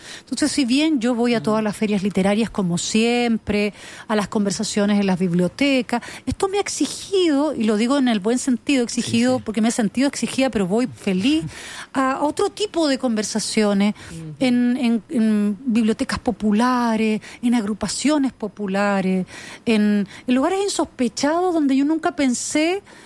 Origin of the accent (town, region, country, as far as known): Chile